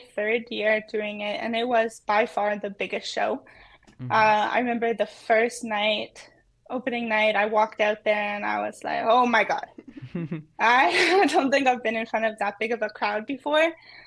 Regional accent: Ontario, Canada; I'm Korean Ojibwe from Sagamok Anishinaabek in Northern Ontario on my mom's side and Munchausen Cree Nation on my dad's.

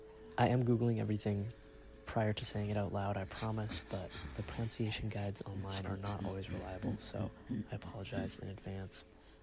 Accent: Manitoba, Canada; now in Vancouver, Canada; from Treaty One, and I'm your host of Unceded Airwaves.

